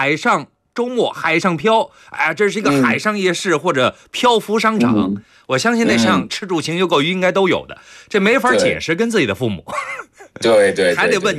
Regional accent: China; 我们中国人平常的这个节奏二位都清楚，

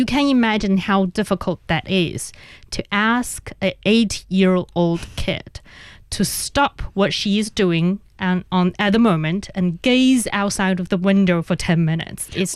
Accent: Inner Mongolia, China; I'm from Inner Mongolia.

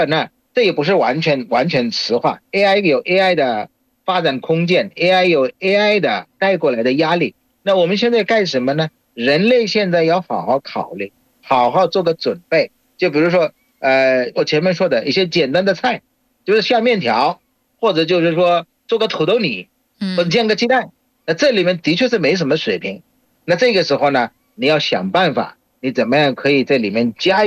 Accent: Bangladesh; Chinese is a second language

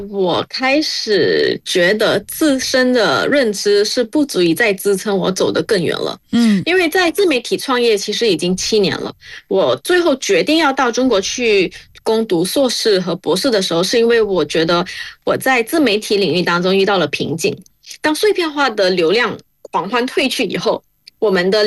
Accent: Malaysia; 我们马来西亚华人跟中国华人有什么不同吗？为什么我们分隔了两地以后，我们就好像是两个不同的民族呢？

